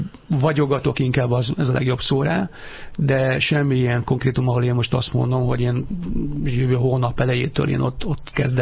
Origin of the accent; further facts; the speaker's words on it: Budapest, Hungary; Én a 11. kerülethez tartom magam, mert én ott születtem, ott jártam iskolába, a Vodába, egyébként meg Erzsébeten laktunk